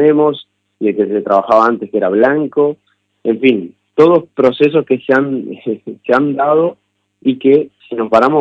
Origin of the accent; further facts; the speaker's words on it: Uruguay; nosotros como uruguayos también somos bastante tradicionales